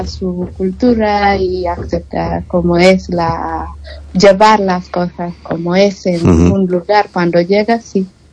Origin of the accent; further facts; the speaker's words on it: Rift Valley, Kenya; porque de donde vengo es muy montañosa también y llueve todo el año, y aquí es casi igual también.